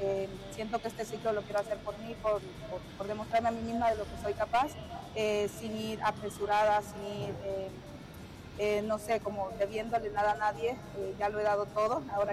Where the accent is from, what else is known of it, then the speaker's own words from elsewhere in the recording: Ecuador; Somos mujeres, somos ecuatorianas, y yo creo que siempre vamos a luchar por lo que queremos.